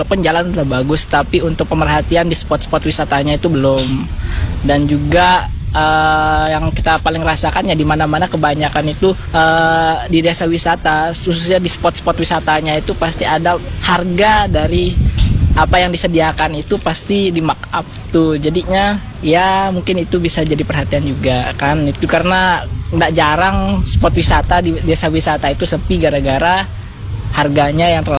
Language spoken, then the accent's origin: Indonesian; West Nusa Tenggara, Indonesia; Saya asli Lombok Timur. Di Lombok Timur kan desa Teteh Batu.